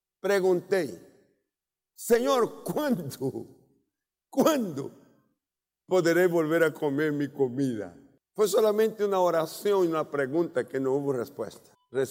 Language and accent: Spanish; Brazil; moved away as an adult; also born or lived in Cúcuta, Colombia; En el año 78, 3 años lejos de mi casa, de mi lugar, que era Brasil, sentí ganas de comer la comida de mi pueblo. Allí hay frutos del mar abundantes. Yo fui criado con esto.